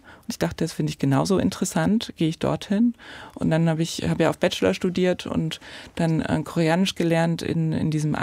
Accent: Frohburg, Saxony, Germany; moved away; Ich sage, ich komme aus der Nähe von Leipzig, in Ostdeutschland.

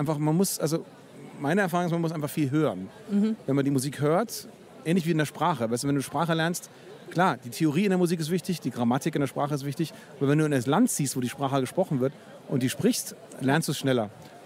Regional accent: Bavaria, Germany; now in Berlin, Germany

